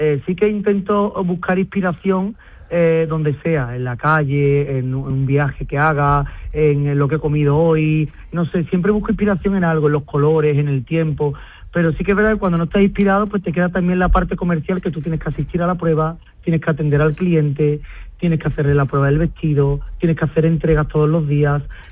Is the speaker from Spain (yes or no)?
yes; Andalusia, Spain; Aquí es la parte de la Sierra Norte, donde yo he crecido, desde donde sale todo mi trabajo, porque tuve claro desde el principio que todo lo que se fabricase iba a ser desde mi pueblo, se iba a sacar todo desde aquí, desde mi lugar de origen.